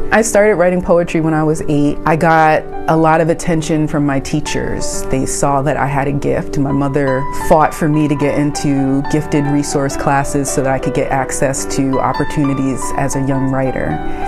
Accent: Ambler, Pennsylvania, United States; also born or lived in Germantown, Philadelphia / North Wales, Pennsylvania; I was born in Germantown. I was raised in Montgomery County in the towns of Ambler, PA, North Wales, PA. I am a product of Black people who came from Virginia to Ambler to work in the asbestos factories there.

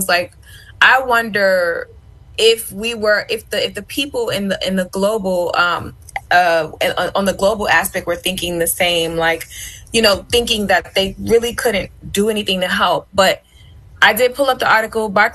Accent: New York City, New York, United States; I'm from Brooklyn.

